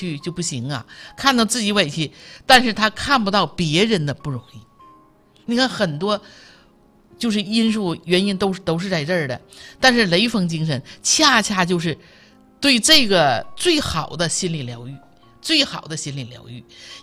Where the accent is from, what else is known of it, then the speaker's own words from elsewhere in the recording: Northeast China, China; accent: Northeastern Mandarin; 这是咱东北话哈，